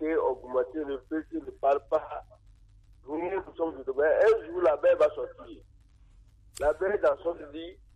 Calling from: Lomé, Maritime, Togo

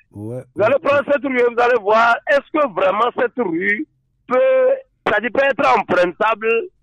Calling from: Maritime, Togo; je suis à Gouin.

